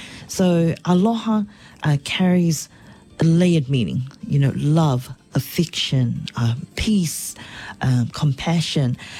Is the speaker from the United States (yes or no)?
no; Niue; because I come from Niue, we're the majority